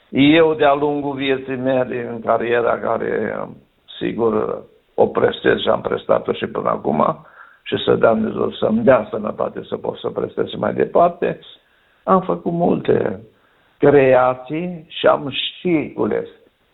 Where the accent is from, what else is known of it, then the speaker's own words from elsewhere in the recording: Romania; ne putem mândri că suntem români